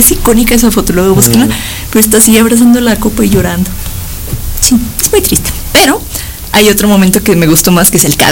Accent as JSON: {"language": "Spanish", "country": "Mexico", "said": "Fue divertido para nosotros como mexicanos porque ya no teníamos nivel en el entierro"}